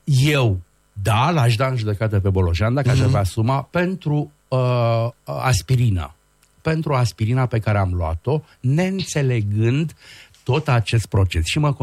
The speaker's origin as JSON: {"language": "Romanian", "country": "Romania"}